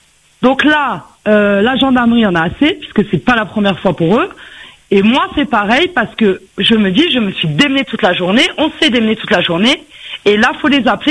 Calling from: La Plaine-des-Palmistes, Réunion; Ah non, moi, je suis à la Plaine des Palmistes.

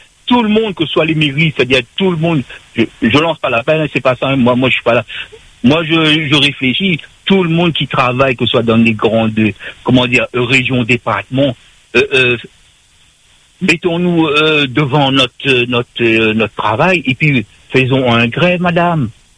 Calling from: Réunion; c'est nous-mêmes les Réunionnais.

